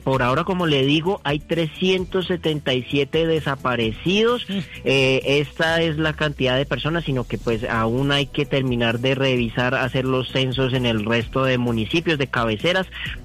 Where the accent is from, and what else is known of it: Colombia